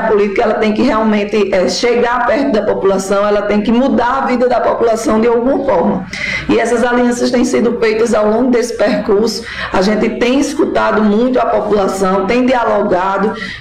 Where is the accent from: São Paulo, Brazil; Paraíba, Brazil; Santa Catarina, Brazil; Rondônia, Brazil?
Paraíba, Brazil; Monteiro; eu sou lá da cidade de Monteiro, natural de Monteiro